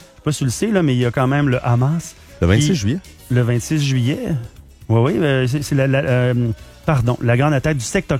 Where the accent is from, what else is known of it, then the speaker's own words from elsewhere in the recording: Quebec, Canada; Moi, je suis Canadien, je suis Québécois, là.